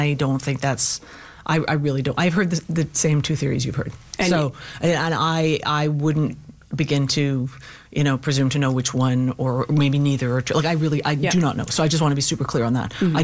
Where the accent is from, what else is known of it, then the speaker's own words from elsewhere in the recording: Calgary, Alberta, Canada; this is a very personal question for me, because I grew up in Calgary. I have, my parents are in Lethbridge. I have family in Calgary, and it's a remarkable province.